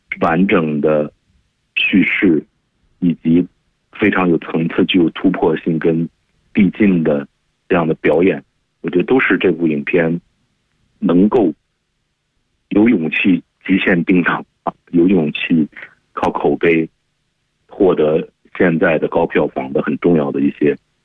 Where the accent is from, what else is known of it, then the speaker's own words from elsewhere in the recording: China; 而且我们中国人理解的战争或者说想反对的战争